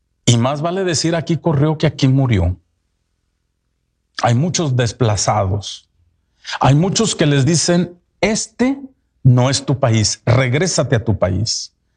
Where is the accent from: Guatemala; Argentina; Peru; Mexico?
Mexico; aunque venimos de diferentes países de Centroamérica, algunos celebran su independencia hoy y nosotros, mexicanos, mañana